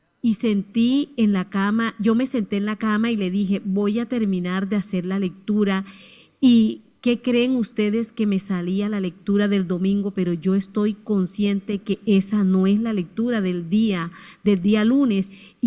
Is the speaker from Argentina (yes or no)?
no; Colombia; a toda Colombia, que el Señor siempre tenga misericordia de nosotros, porque nosotros somos un país que ama a Dios, que ama el Sagrado Corazón de Jesús, que ama a María.